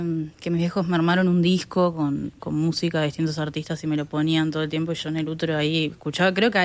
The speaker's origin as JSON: {"language": "Spanish", "town": "El Pinar", "region": "Canelones", "country": "Uruguay", "said": "Yo soy del Pinar"}